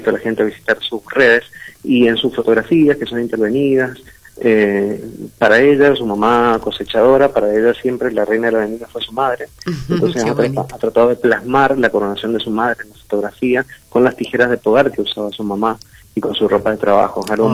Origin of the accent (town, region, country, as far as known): Mendoza, Argentina